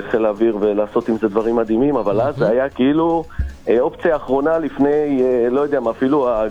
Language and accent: Hebrew; Jerusalem District, Israel; אני יליד 81, ואני ממושב בערי ירושלים במקור, ולמדנו בבית ספר אזורי חקלאי.